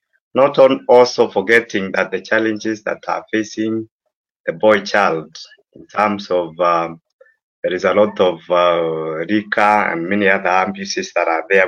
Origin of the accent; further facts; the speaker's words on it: Embu County, Kenya; Yes, I'm from Embu County, the coordinator, Embu County Civic Education.